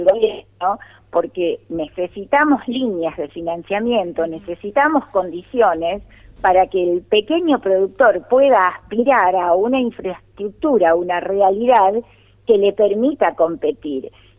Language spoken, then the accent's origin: Spanish; Sarmiento, Santa Fe, Argentina; yo soy de Sarmiento